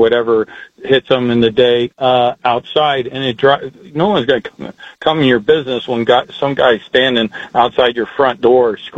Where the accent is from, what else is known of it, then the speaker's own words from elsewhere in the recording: Indianapolis, Indiana, United States; growing up in Indianapolis in the 70s